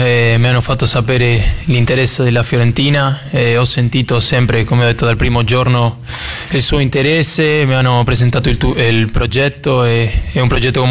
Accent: Argentina; Italian is a second language; moved away as an adult; now in Florence, Italy; siamo tutti e due di Argentina

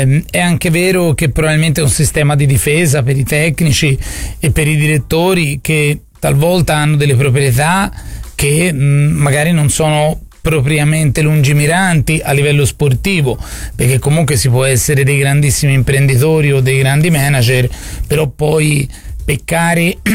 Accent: Florence, Tuscany, Italy; per noi la città più importante al mondo, oltretutto perché siamo fiorentini

